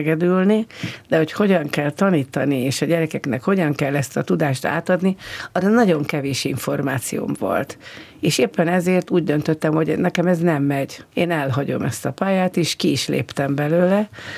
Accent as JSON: {"language": "Hungarian", "town": "Tatabánya", "region": "Komárom-Esztergom", "country": "Hungary", "also_born_or_lived": "Győr", "said": "Tatabányára visszamegyek tanítani, ahonnan jöttem."}